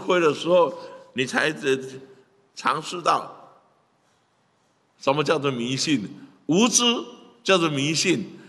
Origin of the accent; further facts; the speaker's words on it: Taiwan; 因为台湾是我们在这里土生土长，给我们教育，给我们长大